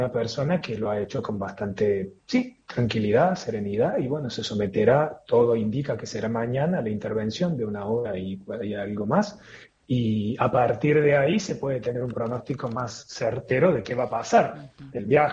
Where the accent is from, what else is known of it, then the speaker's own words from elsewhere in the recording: Argentina; now in Rome, Italy; Pero cuando murió Francisco, que a mí me impactó mucho acá como argentino, me dijeron, bueno, va a venir otro, me contestaron así los romanos